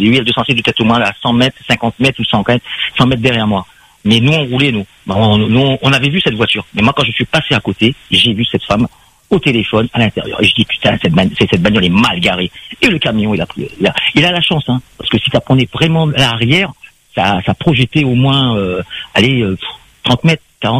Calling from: Saint-Leu, Réunion; moi j'habite à Saint-Leu

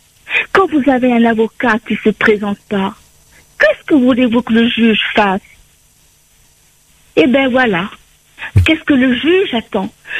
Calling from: France; moi je vis en France.

